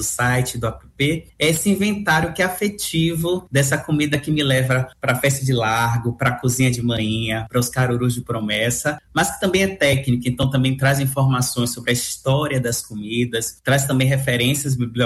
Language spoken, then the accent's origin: Portuguese; Salvador, Bahia, Brazil; Eu sou da Cidade Baixa, aqui de Salvador, do bairro do Bonfim. Então, cresci com as festas populares, as festas de largo.